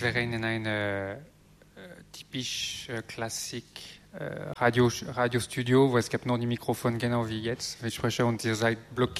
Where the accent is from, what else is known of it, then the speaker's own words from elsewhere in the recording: France; accent: French; German is a second language; moved away; mit meinem französischen Akzent